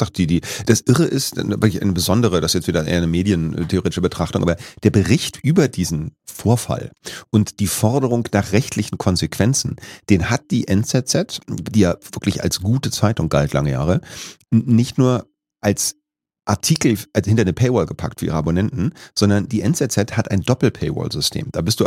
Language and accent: German; Berlin, Germany; ich komme aus dem Nachbarbezirk Zehlendorf, jetzt ist das ja eingemeindet worden, ist jetzt Steglitz-Zehlendorf gehören zusammen